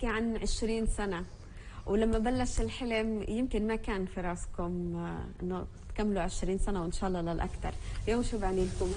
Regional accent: Palestine

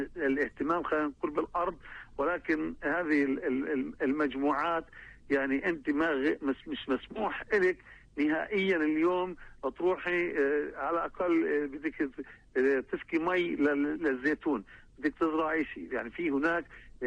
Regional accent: Palestine

